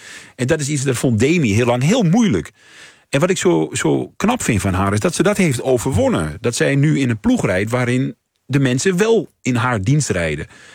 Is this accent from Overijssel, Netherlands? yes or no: yes; Overijssel, Netherlands; Maar ik ben altijd, ik kom uit Twente.